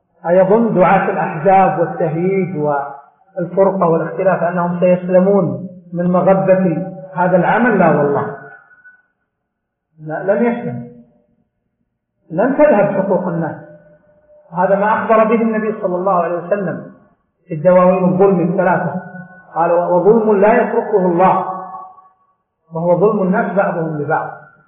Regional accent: Saudi Arabia; عندنا في المملكة العربية السعودية

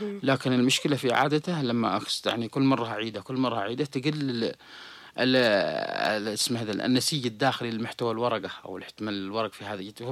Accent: Yemen; هو أكيد عندنا في اليمن كل شيء يروح للحرق

